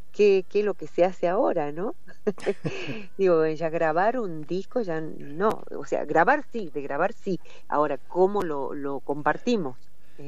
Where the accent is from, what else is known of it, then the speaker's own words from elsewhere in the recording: Jujuy, Argentina; creen que somos de Bolivia, de Perú, o nos preguntan, o Jujuy existe.